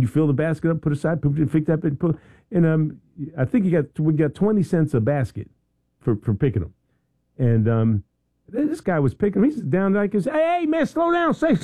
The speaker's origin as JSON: {"language": "English", "town": "Philadelphia", "region": "Pennsylvania", "country": "United States", "said": "I'm from Philly. I picked tomatoes. We used to get on the bus and drive out to Jersey and pick the Jersey tomatoes."}